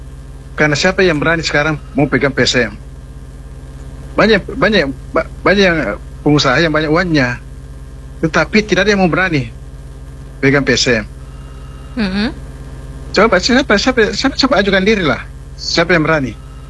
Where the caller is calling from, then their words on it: Makassar, South Sulawesi, Indonesia; saya sebagai warga Makassar atau Sulawesi Selatan